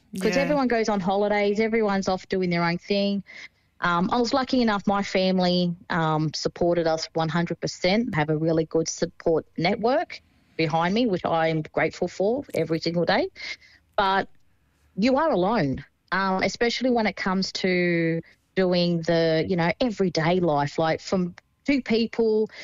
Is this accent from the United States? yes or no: no; Hawkesbury, New South Wales, Australia; I'm from the Hawkesbury.